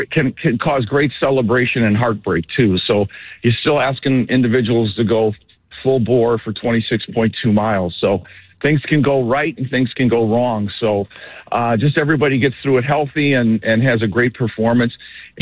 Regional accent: Indiana, United States; I'm from Northwest Indiana, so we're not as tough as those guys from California, I guess.

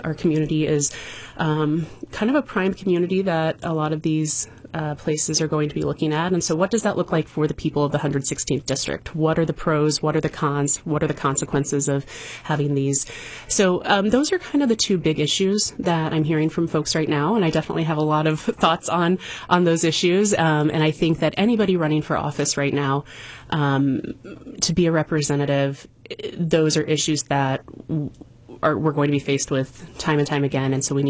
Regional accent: Farmington, United States; I am from Farmington. I'm from the 116th district.

